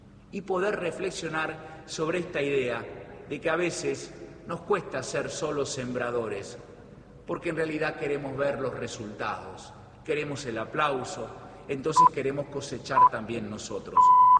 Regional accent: Argentina; como argentinos podamos reconstruir los vínculos

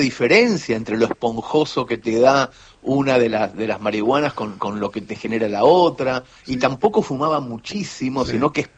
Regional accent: Mercedes, Buenos Aires Province, Argentina; moved away as an adult; now in Barcelona, Spain; yo volví de Barcelona a Mercedes para leer cuentos en mi ciudad natal

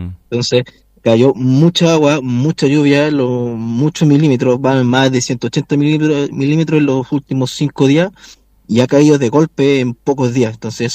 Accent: Chile

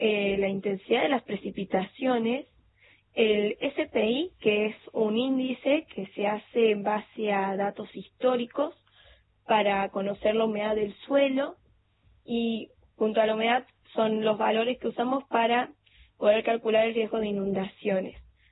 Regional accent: Villa Carlos Paz, Córdoba, Argentina; yo soy de Carlos Paz y vivo muy cerca de lo que sería la ruta Córdoba.

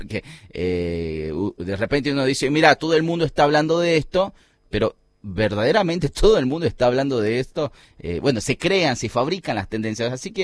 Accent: Argentina

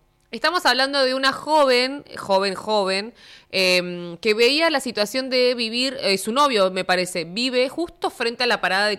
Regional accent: Argentina; Como argentinos siento que tenemos ese poder y estamos acostumbrados medio a estar cagadito a palos todo el tiempo

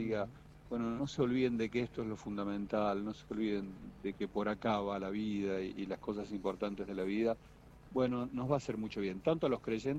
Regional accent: Argentina; now in Vatican City; así como vengo yo de la Argentina, vienen de todo el mundo

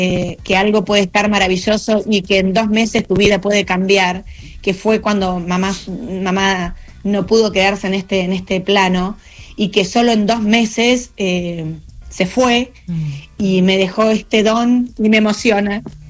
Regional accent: El Triunfo, Buenos Aires Province, Argentina; now in Spain; En mi pueblo se llama El Triunfo.

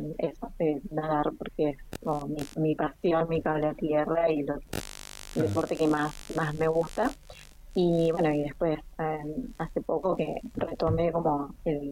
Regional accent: Caleta Olivia, Santa Cruz, Argentina; Mis papás no, yo y mis hermanos sí, nacimos todos en Caleta. Mis papás son de Santiago del Estero y de Córdoba.

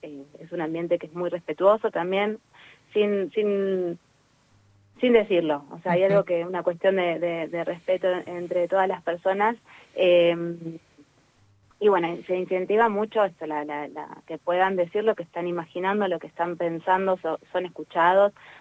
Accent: Buenos Aires, Argentina; nosotros somos de Buenos Aires

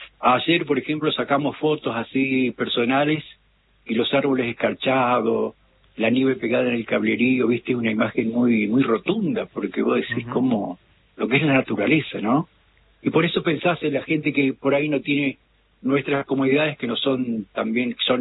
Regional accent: Río Mayo, Chubut, Argentina; no soy nacido acá, pero toda la vida aquí en nuestro lugar

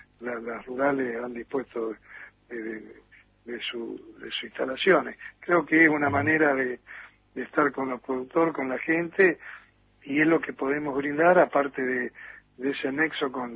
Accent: Argentina; es decir, no podemos permitirnos como argentinos, y esto no es una crítica a nadie porque hace años que estamos así

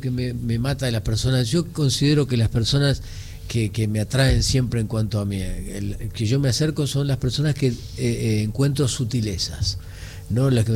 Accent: Argentina

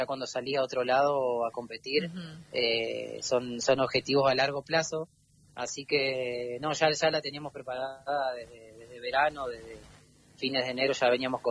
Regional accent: Río Turbio, Santa Cruz, Argentina; la de Argentina, la de mi provincia y la de mi pueblo Río Turbio

